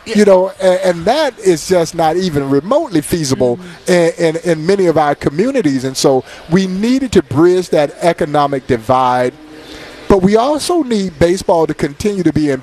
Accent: Georgia, United States; when I was growing up in Georgia

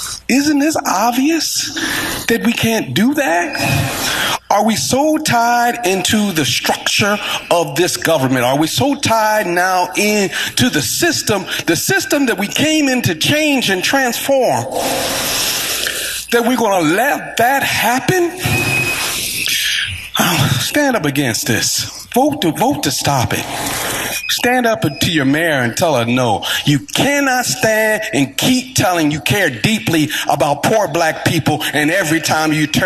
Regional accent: Philadelphia, Pennsylvania, United States; I grew up in South Philadelphia. The church was my home church, the Church of Redeemer Baptist on 25th and Dickinson Streets.

